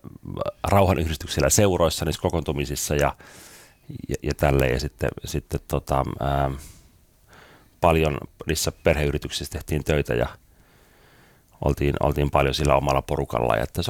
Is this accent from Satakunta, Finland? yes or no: yes; Rauma, Satakunta, Finland; Mä kasvoin Raumalla ison lestadiolaisperheen nuorimpana. Meillä on 15 lasta yhteensä ja yrittäjäperhe, kahvila- ja leipomalan yrityksiä.